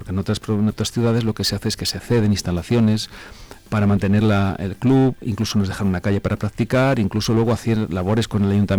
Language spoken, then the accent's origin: Spanish; Zamora, Castile and León, Spain; los que somos zamoranos de la EGB